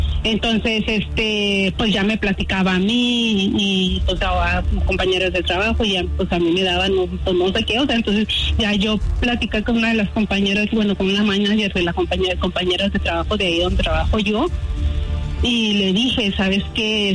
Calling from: Denver, Colorado, United States; De Denver, Colorado.

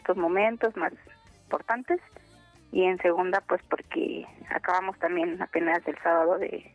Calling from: Chimalhuacán, State of Mexico, Mexico; Del Estado de México, casi pegadito a la ciudad, de Chimalhuacán.

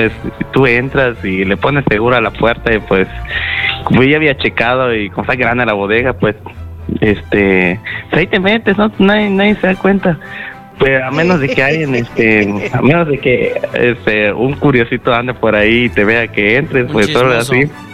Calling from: Mérida, Yucatán, Mexico; te estoy escuchando aquí desde Mérida. Mérida, Yucatán.

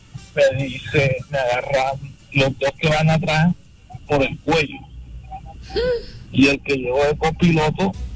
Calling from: Barranquilla, Atlántico, Colombia; Hablo de aquí, de Barranquilla.

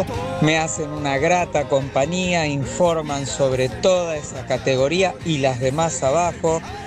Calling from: Buenos Aires, Argentina; mientras manejo mi taxi de Ciudad de Buenos Aires.

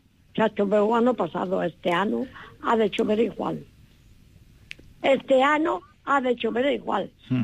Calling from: Pontevedra, Galicia, Spain; Llamo desde Pontevedra. Mm. De Estribela, del Marco de Lourizán.

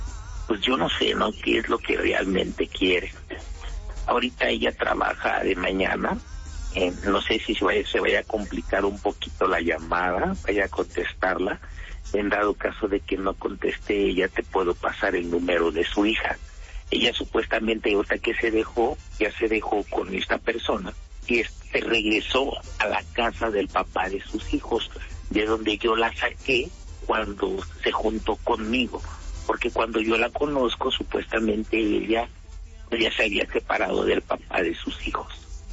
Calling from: Los Reyes La Paz, State of Mexico, Mexico; Yo vivo en Los Reyes La Paz.

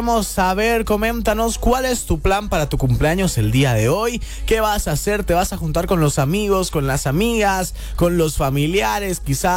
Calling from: Tarija, Bolivia; Buenas tardes, Radio Disney. … de Tarija.

